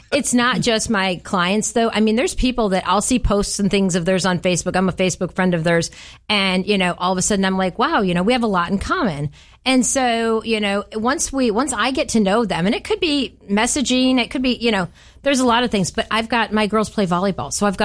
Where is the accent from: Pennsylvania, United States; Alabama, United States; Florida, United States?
Florida, United States; I was new to the area, and I came from Florida, which I love Florida, but Florida is kind of a transient state